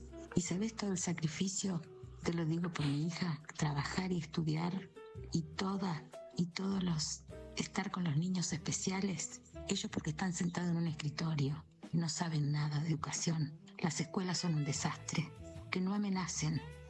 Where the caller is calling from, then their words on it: Villa General Mitre, Argentina; de Villa General Mitre.